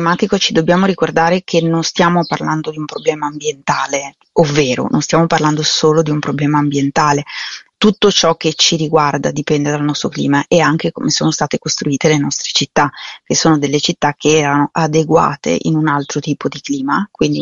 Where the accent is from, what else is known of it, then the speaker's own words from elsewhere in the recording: Milan, Lombardy, Italy; io per esempio sono di Milano